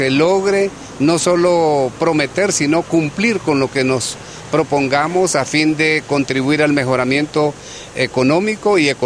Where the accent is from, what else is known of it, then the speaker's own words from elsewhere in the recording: Siguatepeque, Comayagua, Honduras; todos como hondureños, especialmente de Siguatepeque